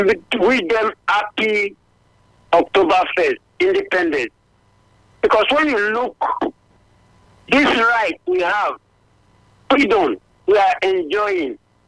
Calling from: Nigeria; I'm calling you from Asabo Street, off of Obarase Universal Bus Stop.

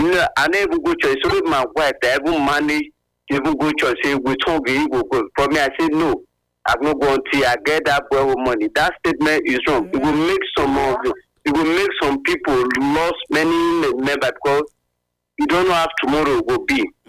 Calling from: Nigeria; I'm calling from Opawa.

